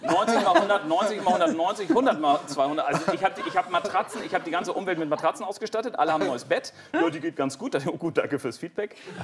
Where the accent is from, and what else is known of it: Hamburg, Germany; born there; also born or lived in Westphalia